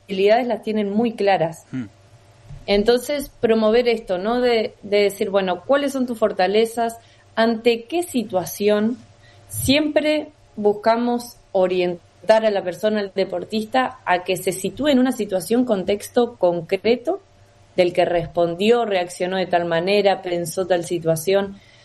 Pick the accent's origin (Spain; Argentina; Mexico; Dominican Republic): Argentina; now in Paraná, Argentina; porque vivimos en la ciudad de Paraná o porque somos de Argentina